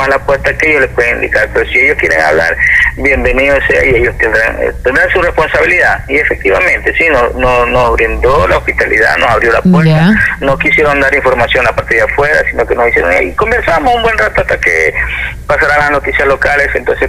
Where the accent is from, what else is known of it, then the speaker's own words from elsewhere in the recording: Ecuador; claro que somos ecuatorianos, yo soy ecuatoriano